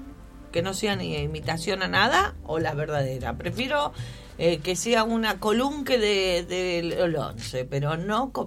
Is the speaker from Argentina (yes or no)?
yes; Argentina; Yo soy re argentina. Re argenta